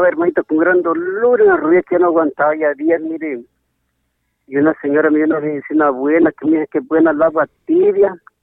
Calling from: Buenavista, Comayagua, Honduras; De aquí, de Buenavista, Comayagua

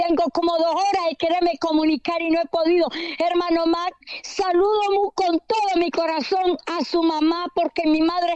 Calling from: Nicaragua; Aquí en Nicaragua, fronterizo con San Marcos de Colón.

